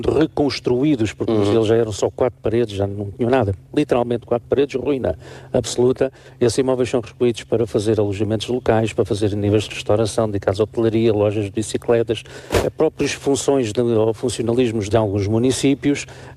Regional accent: Portugal

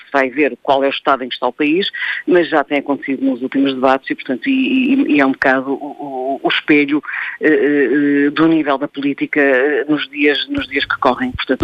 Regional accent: Portugal; somos nós, portugueses, contribuintes

